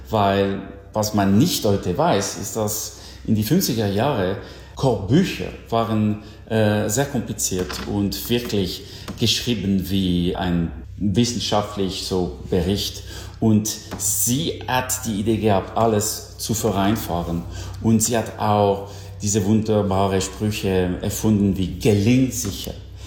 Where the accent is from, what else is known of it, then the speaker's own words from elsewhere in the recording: Switzerland; wie zum Beispiel diesem berühmten Rekasimir, immer noch extrem populär bei uns in der Schweiz.